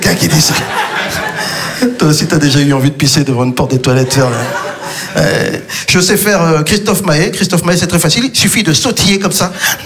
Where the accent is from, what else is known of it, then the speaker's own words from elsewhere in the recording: Belgium; Surtout quand on est belge et congolais, quoi. Je veux dire, les Américains, ils connaissent rien de la Belgique et du Congo.